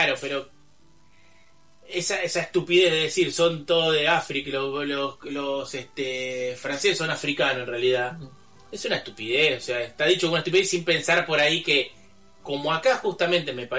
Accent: Argentina; lo digo como argentino

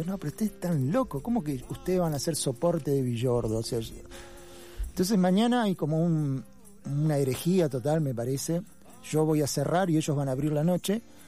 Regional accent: La Plata, Buenos Aires Province, Argentina; moved away as an adult; soy de La Plata y estuve muchos años viviendo en Buenos Aires

